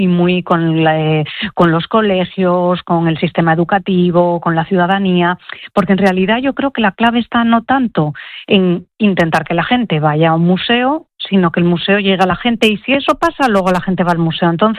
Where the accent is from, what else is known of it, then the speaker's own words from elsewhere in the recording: Asturias, Spain; Nosotros en Asturias tenemos artistas de un nivel extraordinario